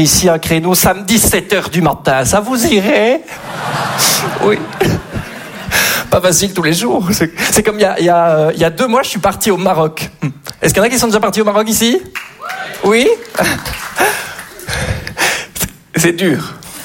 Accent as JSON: {"language": "French", "country": "Belgium", "said": "je suis belge."}